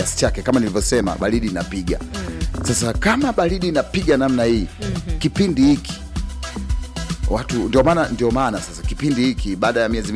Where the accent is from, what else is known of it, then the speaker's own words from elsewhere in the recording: Songea, Ruvuma, Tanzania; moved away; kule kwetu kule Songea ambako sisi tumekuwa